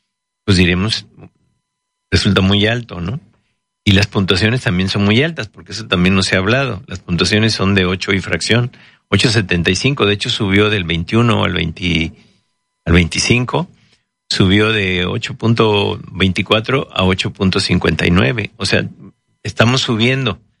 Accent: Mexico; ese es el tipo de contradicciones que luego tenemos como mexicanos

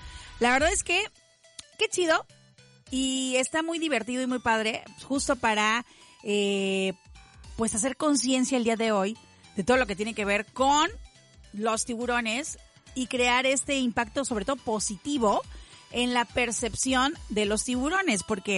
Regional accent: Veracruz, Mexico; soy jarocha

